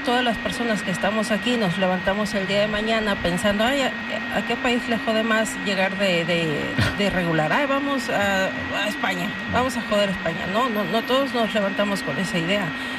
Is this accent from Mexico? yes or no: yes; Guadalajara, Jalisco, Mexico; Sí, es correcto, soy tapatía, así es.